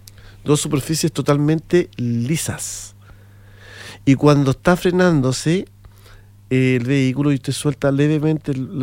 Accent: Santiago, Santiago Metropolitan Region, Chile; now in Iquique, Chile; Yo llevo muchos años en Iquique, yo lo recuerdo, soy de Santiago, llevo alrededor de 32 años acá en esta ciudad, yo soy iquiqueño ya casi.

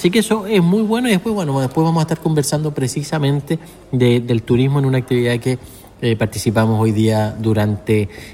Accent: Iquique, Tarapacá, Chile; forma parte también de lo que somos como ciudad de Iquique

